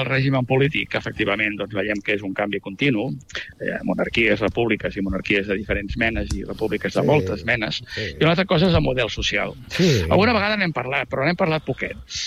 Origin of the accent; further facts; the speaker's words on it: Catalonia, Spain; jo visc a Catalunya i soc administrativament espanyol. Nacional català, però administrativament espanyol.